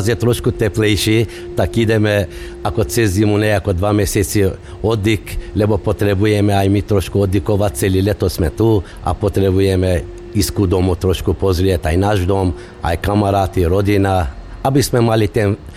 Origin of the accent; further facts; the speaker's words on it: North Macedonia; Slovak is a second language; now in Hriňová, Slovakia; aj keď sme my ako macedónskeho štátu, ale to vieme, že, lebo sme mali koreny zo Turecku, Istanbulu